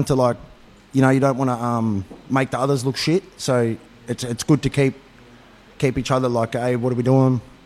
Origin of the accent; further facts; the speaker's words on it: Echuca, Victoria, Australia; I'm from Echuca.